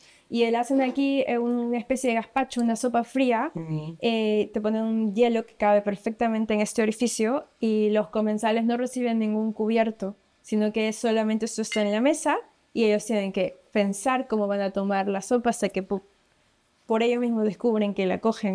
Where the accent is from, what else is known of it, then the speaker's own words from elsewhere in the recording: Germany; Crecí en Alemania